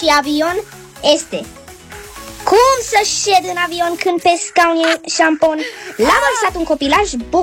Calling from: Constanța, Constanța County, Romania; din Constanța.

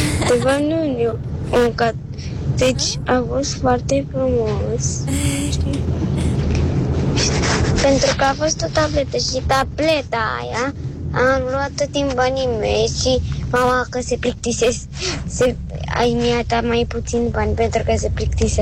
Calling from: Constanța, Constanța County, Romania; din Constanța, am vreo 8, da, ce vreo 8, am 8 ani.

